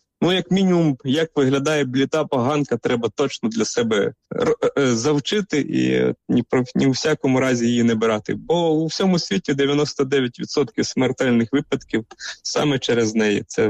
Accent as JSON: {"language": "Ukrainian", "region": "Rivne Oblast", "country": "Ukraine", "said": "я сам із Рівненської області, із села, у нас там всі кращі грибники"}